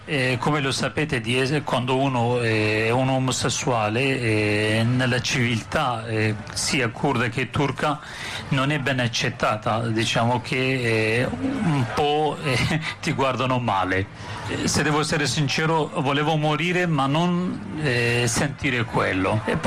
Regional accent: Bismil, Diyarbakır Province, Turkey; born there; Italian is a second language; moved away; Sono nato nel 1988 nel Kurdistan, a Bismil.

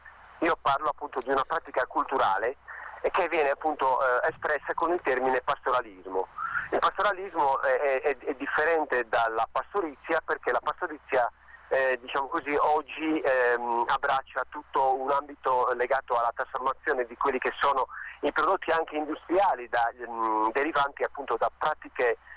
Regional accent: Sardinia, Italy; della mia terra, che quindi parte dalla Sardegna

